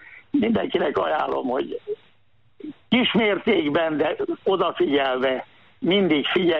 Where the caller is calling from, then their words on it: Sátoraljaújhely, Borsod-Abaúj-Zemplén, Hungary; én Sátoraljújhelyből vagyok, szólok itt. Van 9 hegy, aminek a középpontjában egy völgybe fekszik ez a város. Egy fele Szlovákiához tartozik, a másik fele Magyarország.